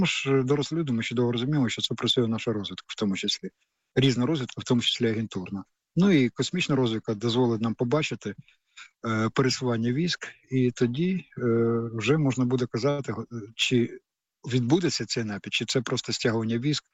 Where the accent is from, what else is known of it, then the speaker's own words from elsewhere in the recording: Kyiv, Ukraine; я теж корінний киянин.